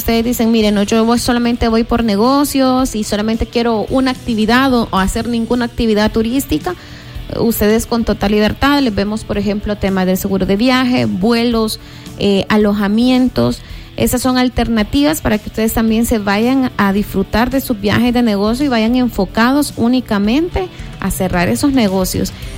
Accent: El Salvador

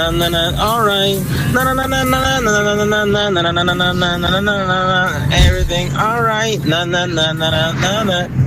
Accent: Sonsonate, El Salvador; now in San Salvador, El Salvador; voy para mi ciudad natal caliente, Sonsonate.

